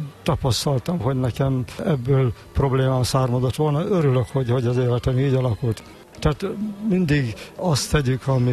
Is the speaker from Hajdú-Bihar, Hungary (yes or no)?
yes; Hajdú-Bihar, Hungary; born there; a születésem körülményei nagyon foglalkoztattak pár évvel ezelőtt, hogy a Hortobágyon a pusztába beleszületne, ahol se víz, se villany